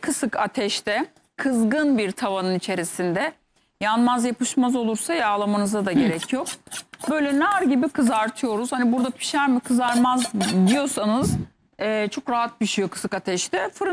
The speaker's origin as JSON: {"language": "Turkish", "region": "Sivas", "country": "Turkey", "said": "Eğlenceli bir şey gelsin Sivas'ımdan."}